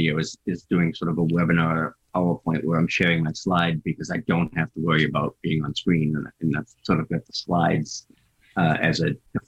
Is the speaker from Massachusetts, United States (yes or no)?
yes; Boston, Massachusetts, United States; accent: Boston; I've got my Boston accent.